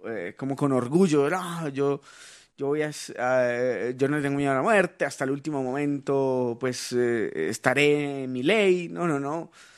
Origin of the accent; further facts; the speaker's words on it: Toro, Valle del Cauca, Colombia; born there; Y nací en Toro